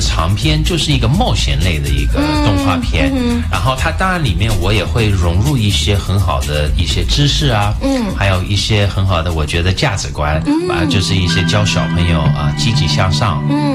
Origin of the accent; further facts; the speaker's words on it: Canada; Chinese is a second language; 但是你也知道，小孩子在加拿大长大的时候，他可能没有那么多机会自己用，或者他会比较喜欢用英文、英语跟他朋友沟通